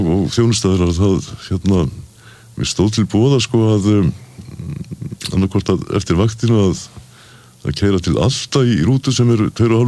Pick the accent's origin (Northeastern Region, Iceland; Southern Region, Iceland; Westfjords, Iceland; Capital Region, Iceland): Westfjords, Iceland; Svalvogar; þegar ég er aðlast upp á Svalvávita tíma sem ég var þar og þá var okkur kent heima okkur bræðrum